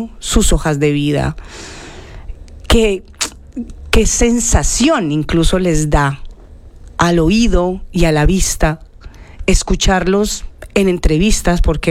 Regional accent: Colombia; now in Madrid, Spain; una de las grandes ventajas que tenemos como colombianos es que aún estando lejos

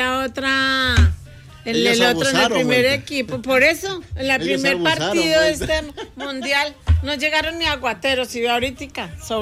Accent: Colombia; yo soy colombiana

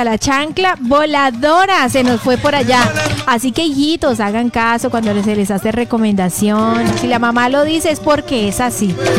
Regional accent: Colombia; toda nuestra Colombia es maravillosa.

